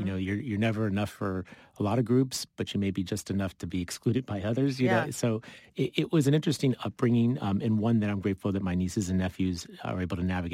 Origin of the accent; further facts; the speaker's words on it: San Diego, California, United States; Well, we're both from Claremont, so yeah. You and I know that, but maybe if your listeners, particularly when we were growing up, you know, sort of squarely middle class, middle of the city, middle of the city's politics.